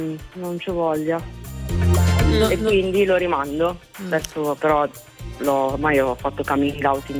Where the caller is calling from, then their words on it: Milan, Lombardy, Italy; Da Milano.